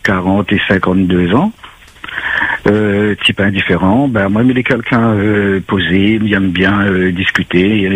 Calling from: Lille, Hauts-de-France, France

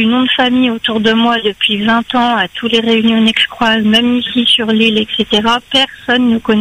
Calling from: Brittany, France; on est breton.

